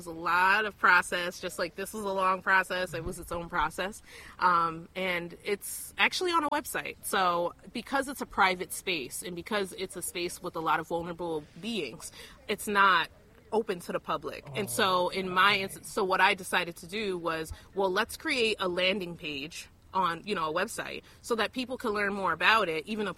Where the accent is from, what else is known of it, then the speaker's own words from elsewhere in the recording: Albany, New York, United States; I'm also from Albany. I grew up here.